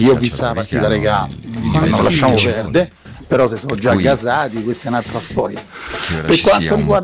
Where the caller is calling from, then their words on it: Rome, Lazio, Italy; io sono di Roma, tu conosci benissimo l'ambiente romano